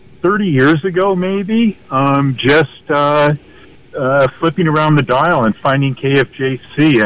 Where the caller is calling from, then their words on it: Saratoga, California, United States; I'm calling from Saratoga.